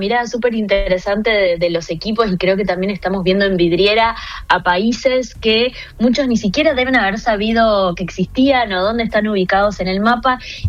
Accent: Santa Fe, Argentina; En este caso, yo que soy de Santa Fe, es la misma población del país que la ciudad de Santa Fe

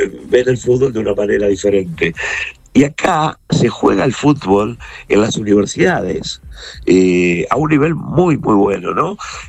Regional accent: Argentina; los argentinos lo miramos de otra manera

